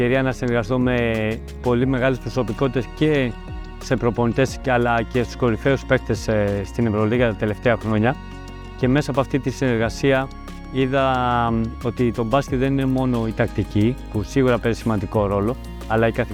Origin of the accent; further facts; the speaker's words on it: Greece; εγώ ως Έλληνας προπονητής